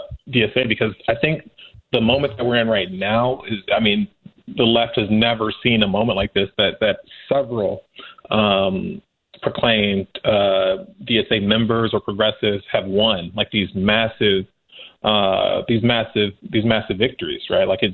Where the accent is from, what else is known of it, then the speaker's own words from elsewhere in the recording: Michigan, United States; now in Washington, D.C., United States; my home state of Michigan